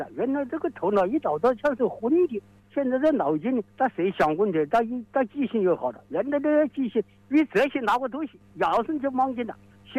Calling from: Tianmen, Hubei, China; 我天门王场村沙岭村

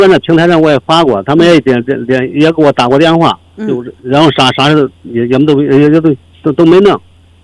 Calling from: Henan, China; 在河南呢。

